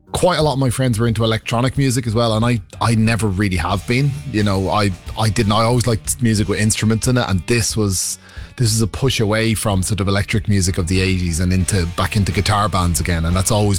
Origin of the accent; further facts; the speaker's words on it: Rathcoole, Leinster, Ireland; I loved growing up in Rathcoole, and it was just a great place to grow up. So much so that most of my friends who had moved away actually moved back and are raising their own families there, which is kind of cool. At the time, it was quite a small village. It's got a lot bigger now